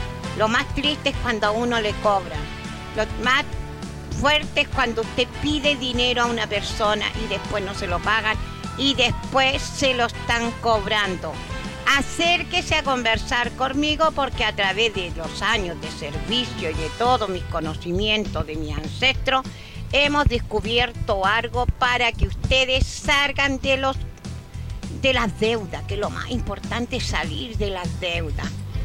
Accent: Chile; A veces nosotros como chilenos no hacemos nada.

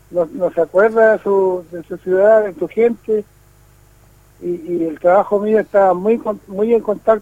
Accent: Coronel, Biobío, Chile; born there; moved away as an adult; now in Pucón, Chile; Yo llevo más de 12 años ya viviendo acá en Pucón, pero toda la vida añoro mi pueblo, que viví toda una vida ahí.

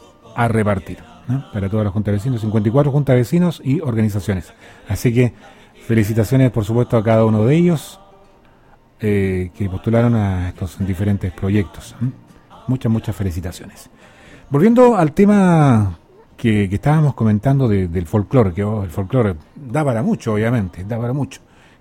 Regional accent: Chile

